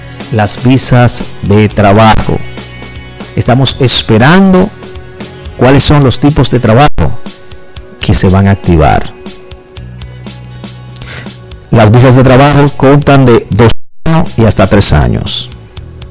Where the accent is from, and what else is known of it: Dominican Republic